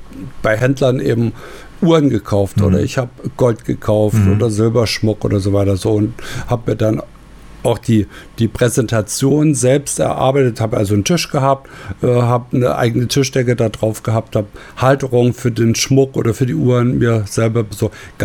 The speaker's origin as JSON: {"language": "German", "town": "Zwickau", "region": "Saxony", "country": "Germany", "tie": "born or raised there", "said": "Ja, wir hatten eine Tanzschule bei uns in Zwickau und da gab es ein großes Kulturhaus. So, und da war ja zu DDR-Zeiten üblich, dass man entweder hat man einen Sportverein gehabt oder man hat einen Tanzverein gehabt"}